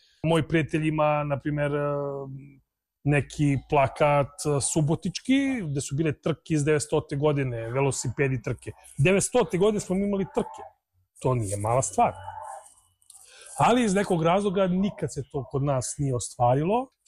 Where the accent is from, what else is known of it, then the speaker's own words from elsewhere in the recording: Serbia; mi smo svašta prošli kao narod, ne samo mislim mi kao Srbi, nego bukvalno cijela stara Jugoslavija je mislim, prošla sve i svašta.